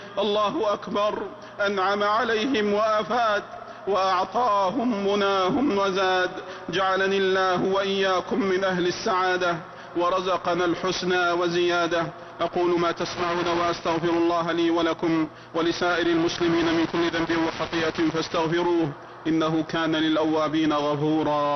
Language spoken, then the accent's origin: Arabic; Saudi Arabia; واحفظ بلادنا المملكة العربية السعودية وسائر بلاد المسلمين